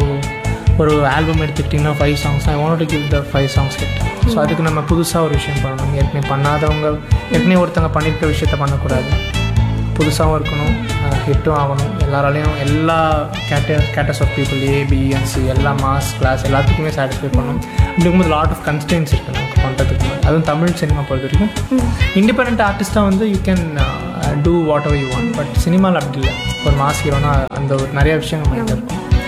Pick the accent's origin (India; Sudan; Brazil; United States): India; Tirunelveli, Tamil Nadu; born there; moved away as an adult; now in Chennai, India; Schooling, when I just did it in Tirunelveli.